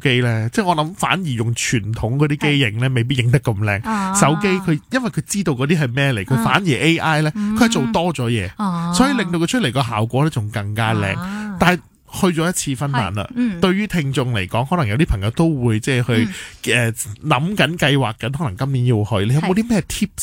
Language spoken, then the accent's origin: Cantonese; Hong Kong; 我哋香港人